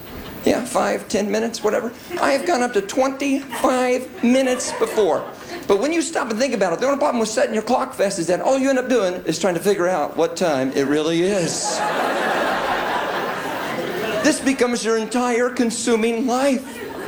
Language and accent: English; Indiana, United States; Of course, I didn't just grow up in any place in Indiana. I grew up in Central Indiana.